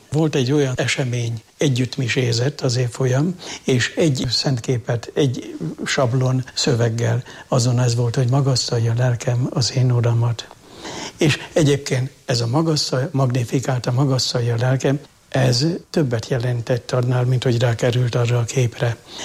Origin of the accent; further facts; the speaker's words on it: Jászárokszállás, Jász-Nagykun-Szolnok, Hungary; én Tanyán nőttem föl. 18 éves koromig. A jászság, jászályok szállás Tanya világa. Ott a hit kitapinthatóan élt az emberek lelkében.